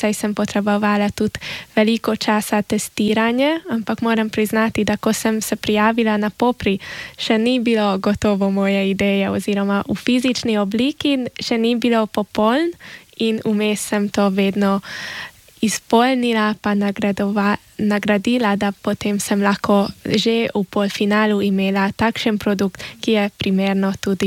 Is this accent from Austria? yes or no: no; Sakalovci, Vas, Hungary; Ja sem iz Sakalovec, sem porabska Slovenka, tako oče kot mama sta porabska Slovenca.